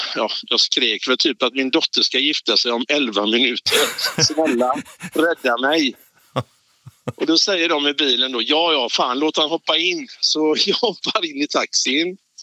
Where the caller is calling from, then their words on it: Gothenburg, Västra Götaland County, Sweden; bor man inte i Göteborg så förstår man ju inte vilket kaos vi har där